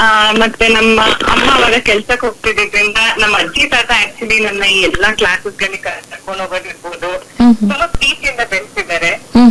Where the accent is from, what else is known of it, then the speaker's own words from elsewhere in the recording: Somwarpet, Karnataka, India; also born or lived in Bangalore; ನನ್ನ ಹುಟ್ಟೂರು ಬಂದು ಕೊಡಗು ಸೋಮಾರ್ಪೇಟೆ ತಾಲೂಕು.